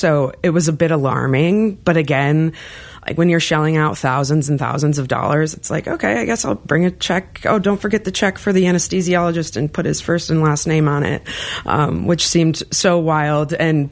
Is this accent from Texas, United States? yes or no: no; Flint, Michigan, United States; moved away; I'm from Flint, Michigan.